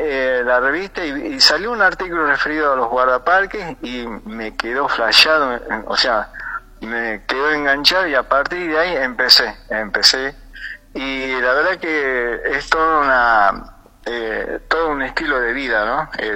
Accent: San Pedro de Jujuy, Jujuy, Argentina; moved away; Soy jujeño.

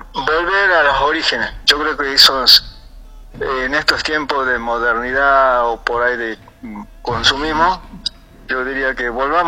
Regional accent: San Pedro de Jujuy, Jujuy, Argentina; moved away; Soy jujeño.

